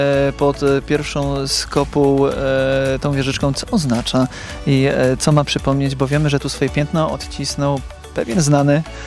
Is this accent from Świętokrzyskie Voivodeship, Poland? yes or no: yes; Jędrzejów, Świętokrzyskie Voivodeship, Poland; Ponieważ podróże po mapie zaczynamy z moich rodzinnych stron. Powiat jędrzejowski, miasto Jędrzejów.